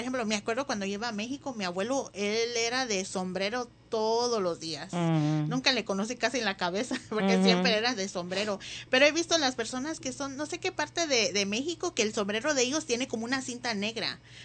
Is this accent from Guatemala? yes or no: yes; Guatemala; moved away; cuando yo vine acá, la mayoría de mis hermanos guatemaltecos